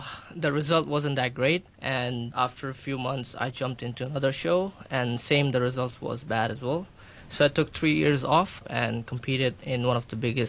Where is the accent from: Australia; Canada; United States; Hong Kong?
Hong Kong; I am from Pakistan, but I was born and raised here in Hong Kong. My parents are from Pakistan as well, but my dad was also raised here in Hong Kong.